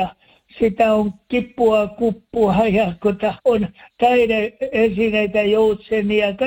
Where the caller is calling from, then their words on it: Tampere, Pirkanmaa, Finland; Kun olen Tampereelta